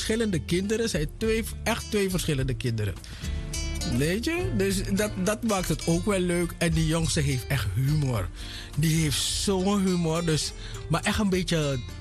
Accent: Paramaribo, Suriname; also born or lived in Nickerie, Suriname; de eerste 2 jaren. Dus in de Zwallenbergstraat. Daaraan tegenover Oranjetuin. En daarna ben ik verhuisd naar de Massipalaan. Vervolgens naar de Parastraat. En dan naar de Josephinestraat.

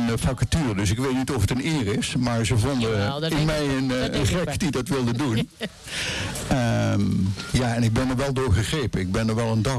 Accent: Sint-Michielsgestel, North Brabant, Netherlands; accent: soft G; also born or lived in Eindhoven / Limburg / Tehran / Maastricht; now in Epe, Netherlands; Midden Brabant. Dus ik ben in Eindhoven geboren en in Simmekers-Gestel opgegroeid.

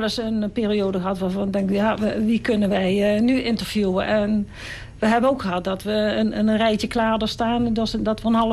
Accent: Cuijk, North Brabant, Netherlands; Ik kom uit Kuik.

